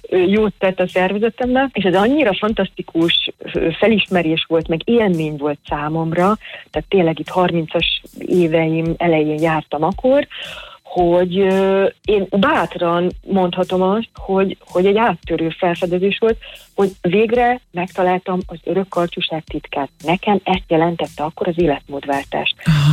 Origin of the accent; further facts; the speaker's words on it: Hungary; magyar nőként